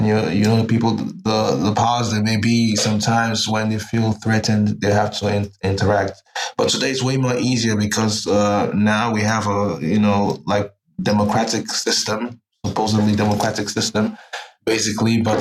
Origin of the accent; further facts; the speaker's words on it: Abuja, Federal Capital Territory, Nigeria; also born or lived in Lagos; now in Germany; I was born in Lagos, and eventually moved to Abuja with my family, my sister, and she worked at the Ministry of Foreign Affairs, and eventually she was posted to work in the Nigerian Embassy in Germany.